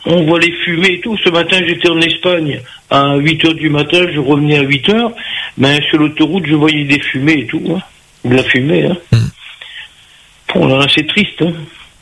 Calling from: Occitanie, France; chez moi, à Lourmes, il fait 36 degrés.

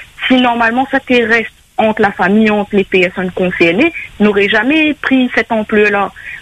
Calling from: Réunion; nous, en tant que Réunionnais

